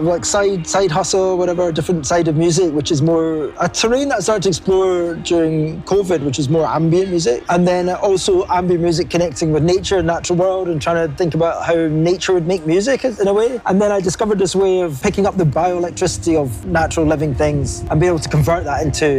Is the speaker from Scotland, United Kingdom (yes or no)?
yes; Glasgow, Scotland, United Kingdom; born or raised there